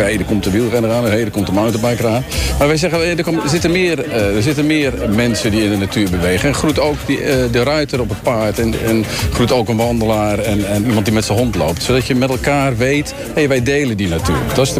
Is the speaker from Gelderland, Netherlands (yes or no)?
yes; Eibergen, Gelderland, Netherlands; born there; ik fietste net weer op de weg naar mijn geboorteplaats Eiberg.